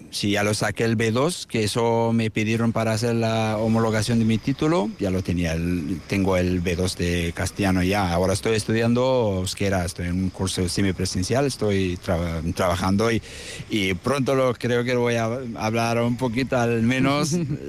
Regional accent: Afghanistan; Spanish is a second language; moved away as an adult; now in Zarautz, Spain

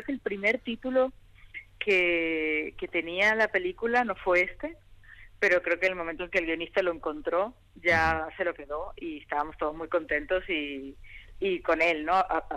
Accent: Venezuela; moved away; yo viví en Venezuela, que es mi país de origen

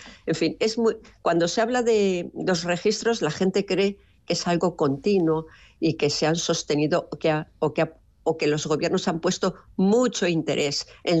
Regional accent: Zaragoza, Aragon, Spain; born there; Yo nací en Zaragoza.

